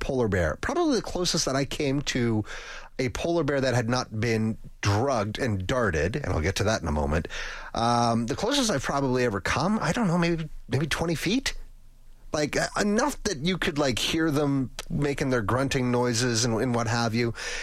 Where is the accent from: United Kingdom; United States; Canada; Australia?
Canada; Churchill, Manitoba; I tell them that I grew up in Churchill, Manitoba. And we would encounter polar bears on the streets in town on our way to school.